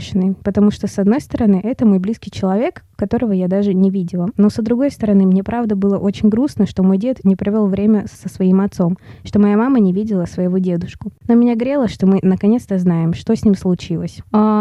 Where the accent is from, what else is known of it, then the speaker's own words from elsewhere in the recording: Karaganda, Karaganda Region, Kazakhstan; now in Bratislava, Slovakia; я из Казахстана, из города Караганда. Приехала в Словакию и сейчас учусь в экономическом университете в Братиславе